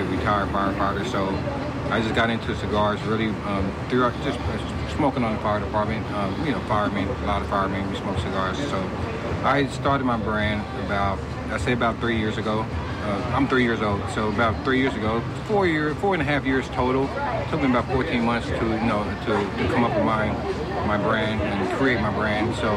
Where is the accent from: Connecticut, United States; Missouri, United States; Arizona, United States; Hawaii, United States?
Missouri, United States; Kansas City; I'm from Kansas City, Missouri. I'm born and raised.